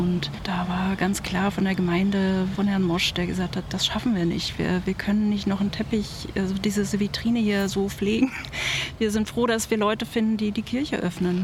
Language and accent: German; Potsdam, Brandenburg, Germany; ich komme aus Potsdam. Ich bin Potsdamerin und Land Brandenburg.